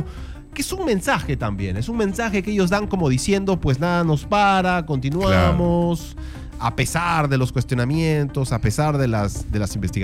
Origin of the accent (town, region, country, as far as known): Peru